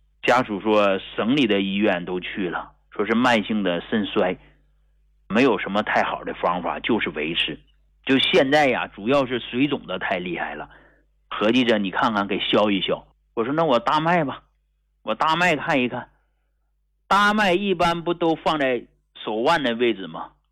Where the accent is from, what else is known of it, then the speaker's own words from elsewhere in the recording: Hegang, Heilongjiang, China; born there; 我出生在黑龙江鹤岗工农区一户农家